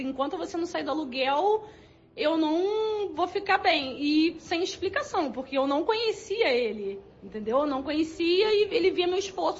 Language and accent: Portuguese; Itaboraí, Rio de Janeiro, Brazil; sou de Itaboraí.